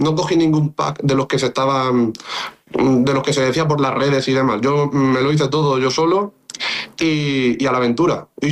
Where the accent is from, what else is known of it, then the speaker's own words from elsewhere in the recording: La Murada, Valencian Community, Spain; soy pues el alcalde pedáneo de mi pueblo, de La Murada.